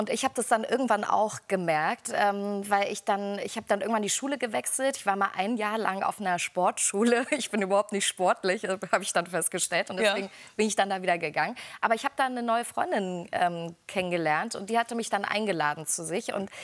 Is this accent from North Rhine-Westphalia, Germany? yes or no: no; Erfurt, Thuringia, Germany; Ich bin in einem Plattenbau groß geworden in Erfurt mit meiner alleinerziehenden Mama und mit meiner Schwester.